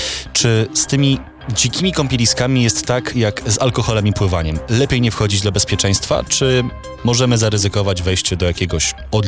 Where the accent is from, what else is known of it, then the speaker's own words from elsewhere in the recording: Lublin Voivodeship, Poland; Pochodzę z tych okolic